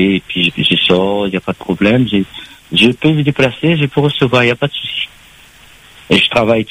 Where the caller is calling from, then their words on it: the West, Réunion; Ouais, je suis de l'Ouest.